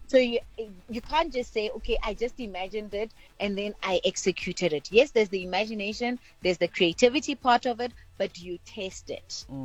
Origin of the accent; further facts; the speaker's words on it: Botswana; moved away; I'm originally from Botswana